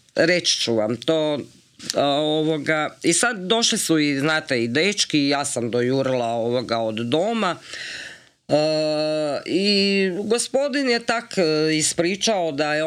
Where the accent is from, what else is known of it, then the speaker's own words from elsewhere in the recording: Slavonia, Croatia; jer sam, ja sam inače Slavonka, ali ne znam, malo imam te naive